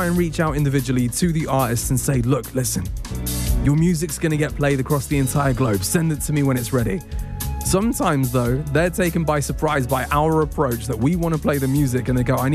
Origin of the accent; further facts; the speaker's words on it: Liverpool, North West England, United Kingdom; that was the case with Find Out Experience from Liverpool. I'm always trying to big up my hometown.